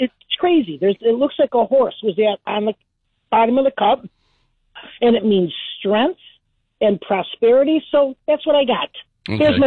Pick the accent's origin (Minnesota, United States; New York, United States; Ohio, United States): Ohio, United States; Bedford; Like Bedford. I grew up in Bedford.